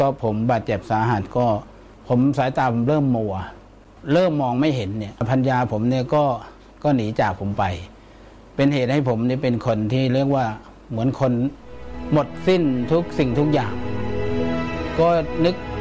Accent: Suphan Buri, Thailand; born there; เกิดที่จังหวัดสุพรรณบุรีนะครับ

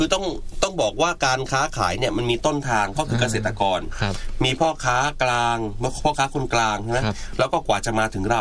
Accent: Trat, Thailand; จังหวัดบ้านพี่จังหวัดตราด

